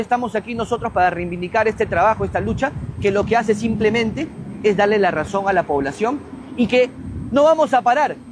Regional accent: Lurín, Lima, Peru; a los que somos del Lurín verdaderamente

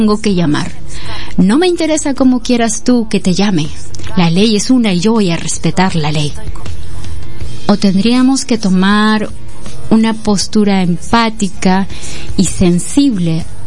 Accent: Peru

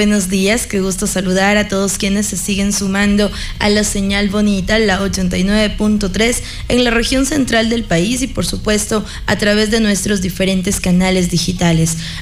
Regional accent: Ecuador; nosotros como ciudadanos, nosotros como ecuatorianos

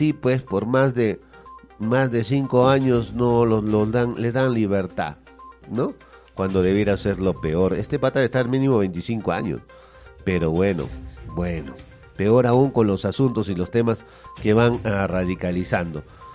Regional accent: Peru; nosotros como peruanos

